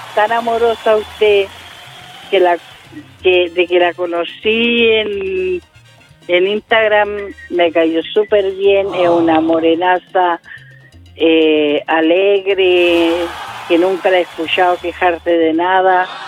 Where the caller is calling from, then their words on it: Tomé, Biobío, Chile; Aquí en Tomé.